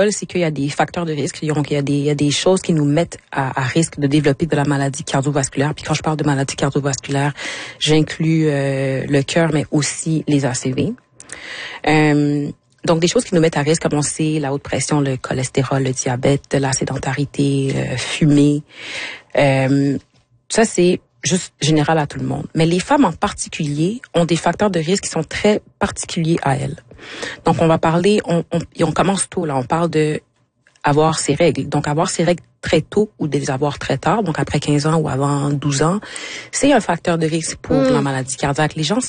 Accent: Quebec, Canada; born there; Moi, je suis établie ici, je suis née au Québec. C'est ma maison, c'est mon pays.

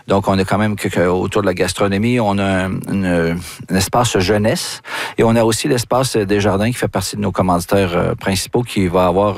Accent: Wendake, Quebec, Canada; dont notre powwow chez nous à Wendake.

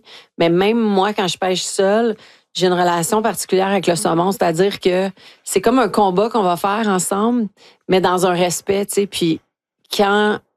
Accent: Bonaventure, Quebec, Canada; also born or lived in Cascapédia; Tu sais, j'ai une maison à Cascapédia, en Gaspésie. Puis j'ai été élevée une bonne partie de mon enfance à Bonaventure, en Gaspésie.

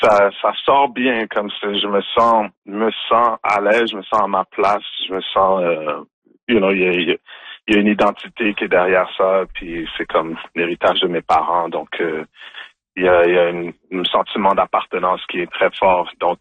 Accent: Montreal, Quebec, Canada; born there; also born or lived in Haiti; moi, quand je suis né à Montréal, par exemple, d'Haïti, puis j'ai appris le créole au Québec. Donc, créole haïtien, je l'ai appris au Québec. Donc, j'ai pas appris en Haïti.

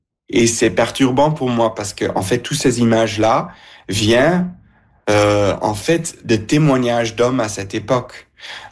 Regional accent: Belgium; Je viens de la Belgique. Dès que je suis dans l'école, je l'apprends.

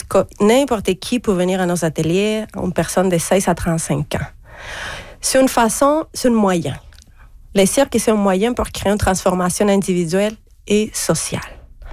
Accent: Chile; French is a second language; moved away as an adult; Dans mon ancienne vie, dans mon pays d'origine, qui est le Chili, j'ai travaillé une dizaine d'années comme journaliste.

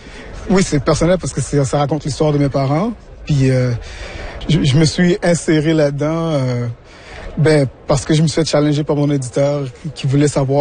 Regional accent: Quebec, Canada; Donc puisque je suis québécois d'origine haïtienne

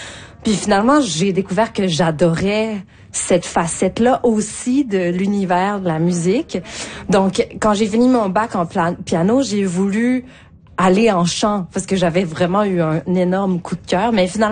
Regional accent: Saint-Bruno-de-Montarville, Quebec, Canada; J'ai grandi à Saint-Bruno, là, en banlieue de Montréal.

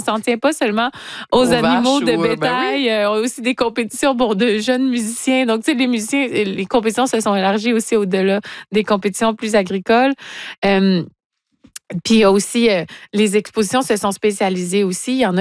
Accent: Rimouski, Quebec, Canada; Rimouski, hein, ma terre natale

